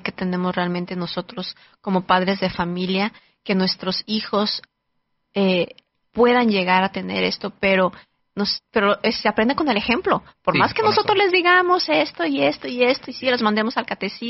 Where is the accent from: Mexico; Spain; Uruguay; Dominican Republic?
Mexico